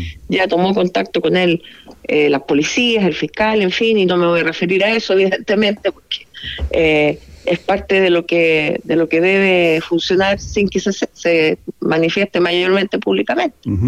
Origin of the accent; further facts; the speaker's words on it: Chile; lo que nosotros, como chilenos, esperamos